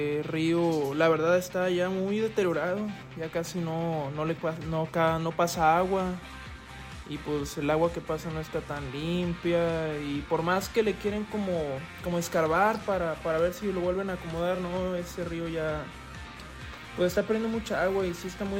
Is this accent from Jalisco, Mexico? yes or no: yes; Villa Purificación, Jalisco, Mexico; un río que es de allá de donde soy originario, que se llama Río Amborín. Pasa por ahí por Villa Purificación. Lo conozco desde pues que tengo memoria. Prácticamente me crié por ahí cerca de donde es su cauce